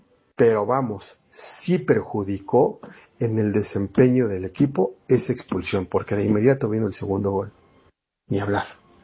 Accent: Magdalena Contreras, Mexico City, Mexico; soy de acá de Contreras.

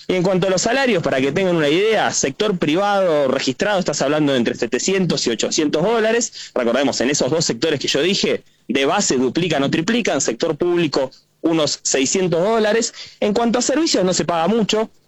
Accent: Argentina; also born or lived in Russia; now in Armenia

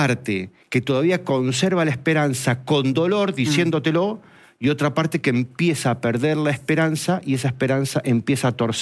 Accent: Argentina

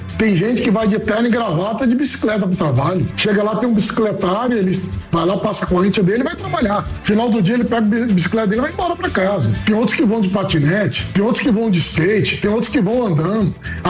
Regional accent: Brasília, Federal District, Brazil; Eu estou em Brasília há 60 anos. Eu nasci, cresci em Brasília e estou tendo o prazer de administrar Águas Claras.

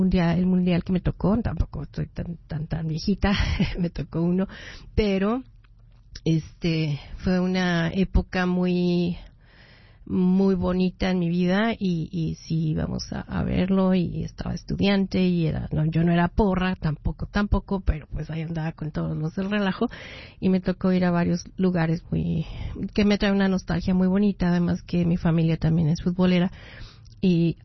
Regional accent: Mexico; Los que somos mexicanos estamos muy orgullosos de que llegan a los cuartos de final

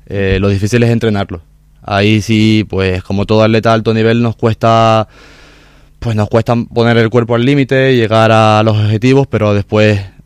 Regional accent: San Cristóbal de La Laguna, Canary Islands, Spain; Yo soy del Camino de las Peras, en la zona de la Manzanilla.

